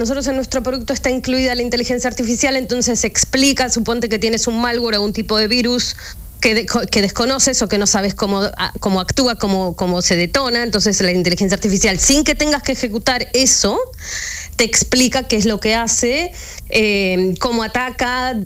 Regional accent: Argentina; moved away as an adult; also born or lived in Spain; now in Manchester, United Kingdom; Bueno, yo soy de Argentina, pero con mi marido nos hemos mudado a España en 2015.

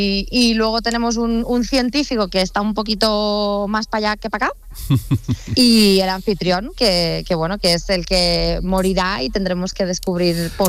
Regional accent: Baza, Andalusia, Spain; born there; Yo nací en Granada, en Baza.

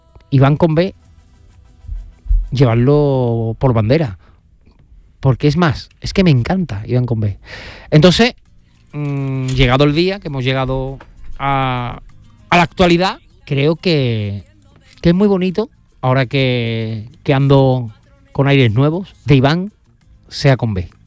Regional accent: Alcalá de Guadaíra, Andalusia, Spain; also born or lived in Seville; Yo nací en el Virgen del Rocío. Uh-huh. Pero bueno, mi residencia está en Alcalá de Guadaira desde pequeño. Soy alcalareño. Sevillano y alcalareño.

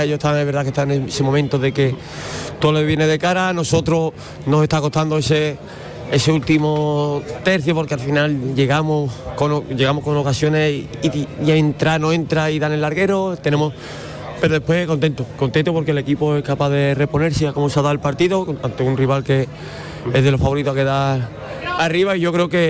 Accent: Huelva, Andalusia, Spain; soy de Huelva

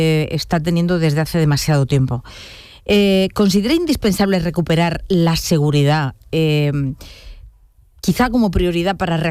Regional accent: Andalusia, Spain; Lo sabemos también en Andalucía, que somos tierra hermana de Ceuta.

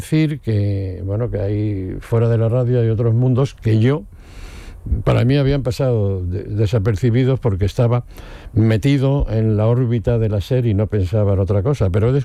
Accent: Cuenca, Castilla-La Mancha, Spain; moved away; Los dos somos de Cuenca

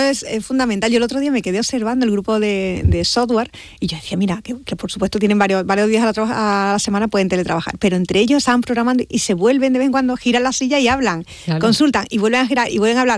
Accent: Andalusia, Spain; es que somos andaluces.

